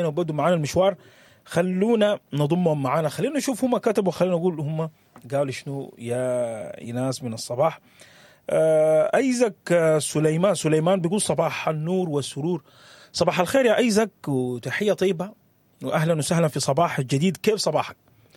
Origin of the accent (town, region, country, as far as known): Sudan